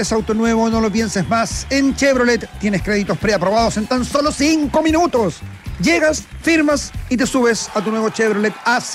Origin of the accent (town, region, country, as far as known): Paine, Santiago Metropolitan Region, Chile